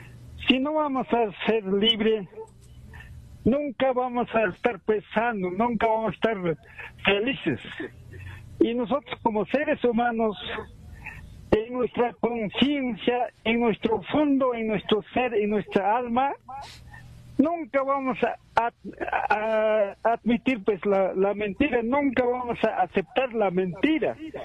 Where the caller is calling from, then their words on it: Taraco, Puno, Peru; desde Taraco.